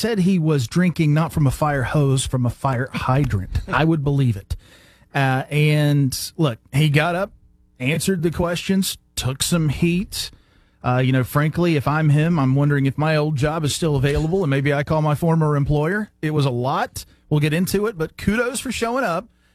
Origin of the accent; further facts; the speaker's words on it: West Virginia, United States; I grew up in Boone County.